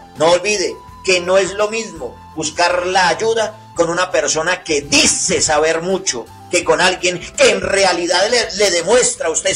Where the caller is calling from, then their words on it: Fontana, California, United States; Soy de aquí de Fontana y soy una mujer que últimamente yo de verdad ya no encuentro qué hacer.